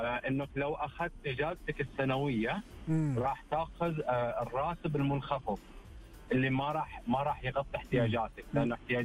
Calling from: Riyadh, Riyadh Province, Saudi Arabia; كلمك من الرياض

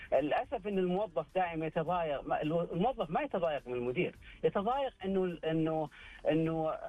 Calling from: Riyadh, Riyadh Province, Saudi Arabia; من الرياض.

